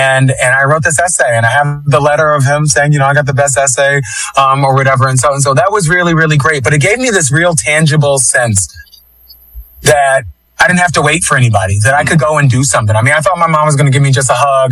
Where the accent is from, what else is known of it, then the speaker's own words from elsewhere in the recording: Philadelphia, Pennsylvania, United States; spent a lot of time growing up in Kensington. And if anybody knows Kensington and Somerset, that's right, the heart of the heroin epidemic.